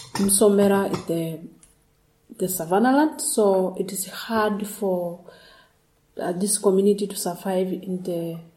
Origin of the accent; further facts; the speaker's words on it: Tanzania; English is a second language; from Tanzania, northern part.